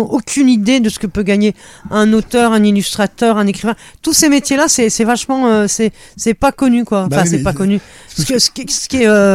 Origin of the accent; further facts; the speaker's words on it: Nouvelle-Aquitaine, France; chez moi dans le Béarn